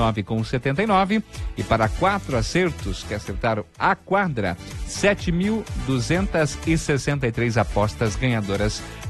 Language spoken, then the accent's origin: Portuguese; Brazil; somos brasileiros